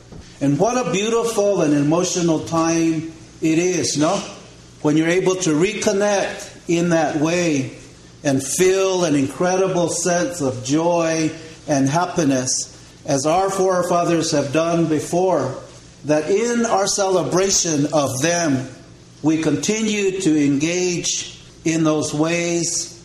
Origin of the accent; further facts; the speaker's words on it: Cochiti Pueblo, New Mexico, United States; first language Cochiti (Keresan); English is a second language; my native language of Cochiti